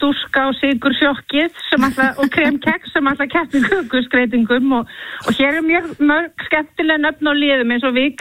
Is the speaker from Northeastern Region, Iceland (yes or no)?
no; Kópavogur, Capital Region, Iceland; born or raised there